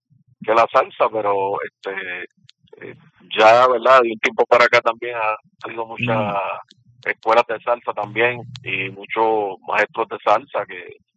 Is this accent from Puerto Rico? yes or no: yes; Cidra, Puerto Rico; Bueno, nosotros somos del pueblo de Sidra.